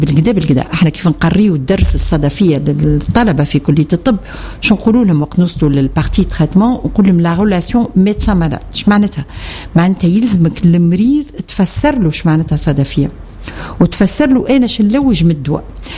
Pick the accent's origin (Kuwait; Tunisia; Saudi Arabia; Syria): Tunisia; احنا عندنا في تونس